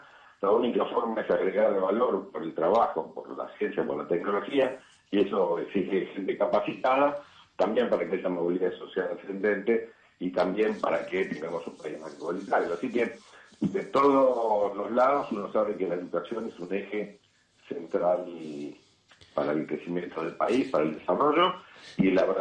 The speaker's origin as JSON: {"language": "Spanish", "country": "Argentina"}